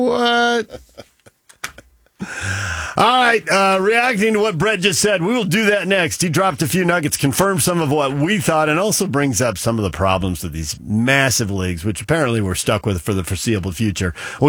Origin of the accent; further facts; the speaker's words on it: California, United States; I grew up in California. The beach is free. I don't get it.